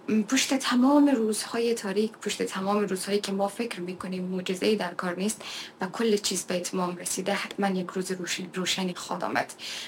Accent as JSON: {"language": "Persian", "country": "Afghanistan", "moved": "yes", "said": "در وطنم بیایم و دوباره بتونم فعالیت بکنم و صدای خاموش هموطنایم باشم و بتونم خدمتگزار هموطنای عزیزم در داخل افغانستان باشم."}